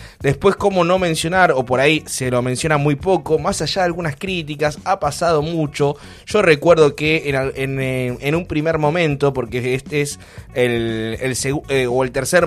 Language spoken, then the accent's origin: Spanish; Argentina; como los argentinos de repente estamos mirando cualquier deporte que no entendemos.